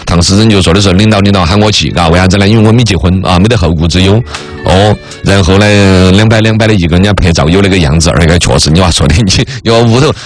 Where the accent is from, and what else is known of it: China